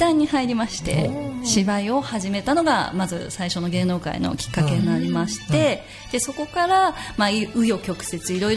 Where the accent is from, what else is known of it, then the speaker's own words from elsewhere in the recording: Chiba, Japan; born there; あの千葉生まれなんですけど湘南に乗り込んだっていうところですね